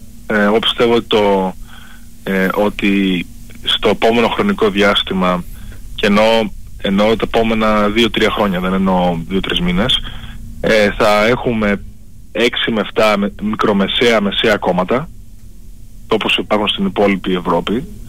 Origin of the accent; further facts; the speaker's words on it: Greece; moved away; also born or lived in United States; Παραδέχομαι, όντως, 21 χρόνια ήμουν στην Αμερική. Αλλά, α, αγαπώ την πατρίδα μου